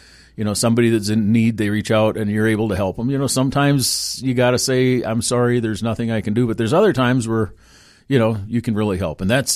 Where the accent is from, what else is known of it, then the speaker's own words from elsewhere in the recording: Randolph, Minnesota, United States; moved away as an adult; also born or lived in Atlanta / Virginia Beach; now in Bemidji area, Minnesota, United States; I'm originally from southern Minnesota, a little town called Randolph, down by Northfield. We were raised on a farm.